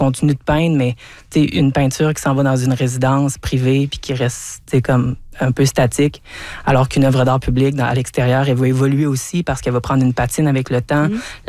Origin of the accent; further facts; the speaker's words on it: Alma, Quebec, Canada; moi, bon, je viens d'Alma, puis on habitait proche du parc Falaise.